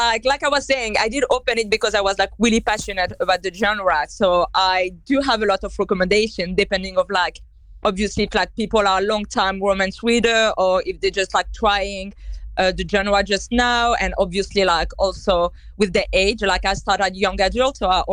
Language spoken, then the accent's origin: English; France; English is a second language; moved away as an adult; now in London, United Kingdom; I'm from France originally. So I just moved in London a few years ago.